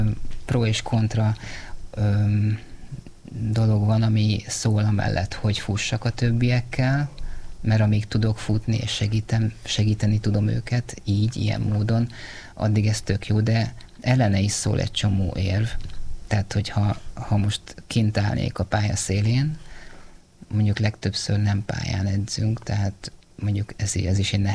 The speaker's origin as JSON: {"language": "Hungarian", "region": "Budapest", "country": "Hungary", "tie": "born or raised there", "said": "Igen, gyerekkorom óta ott lakom a hegyen, aha, a 12. kerület, akkor egy 2 kilométer sugarú körben nőttem föl"}